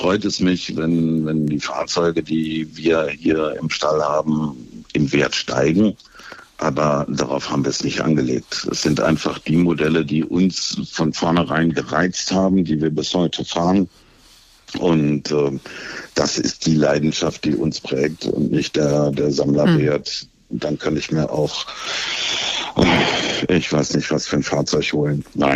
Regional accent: North Rhine-Westphalia, Germany; born or raised there

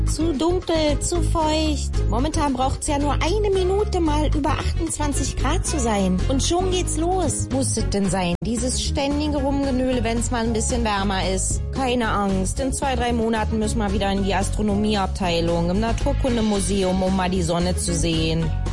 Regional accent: Germany; Als Deutscher muss man ja prinzipiell immer meckern.

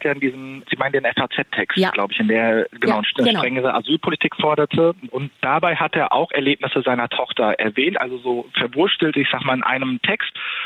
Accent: Germany; Ich bin in Deutschland aufgewachsen, aber nicht in Deutschland geboren.

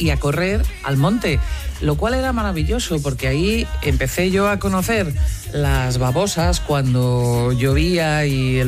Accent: Ferrol, Galicia, Spain; en Ferrol, donde yo nací, había parques y jardines y estas cosas

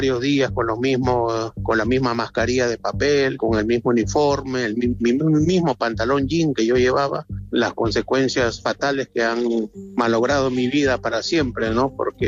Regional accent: Peru; moved away as an adult; Yo soy de Perú, ¿no? Tengo 55 años, llevo en el país ya 26 años, porque yo llegué en abril del año 2000

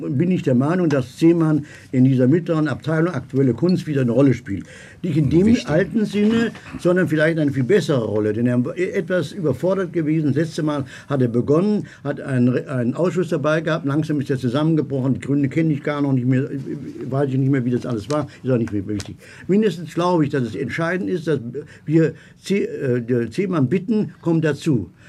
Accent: Kassel, Hesse, Germany; born there; aus der kleinen Stadt Kassel, wo ich geboren bin und zurück musste und das getan habe

